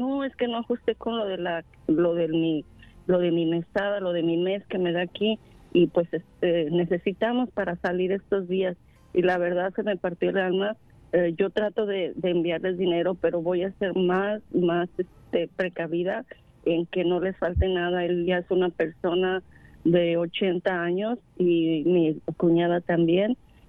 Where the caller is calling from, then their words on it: Mexico; como yo que soy de México